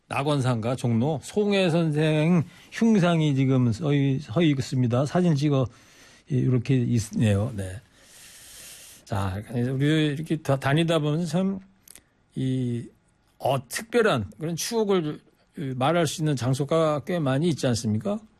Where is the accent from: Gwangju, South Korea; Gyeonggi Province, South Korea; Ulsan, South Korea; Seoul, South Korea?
Gyeonggi Province, South Korea; Anseong; 저는 뭐 어릴 때부터 이 그 동네에서 살았던 사람인데 우리 동네 크리켓을 하다니 야 충격이었어요. 물론 그분들이 없다면 안성의 지역 경제도 안 돌아가겠죠.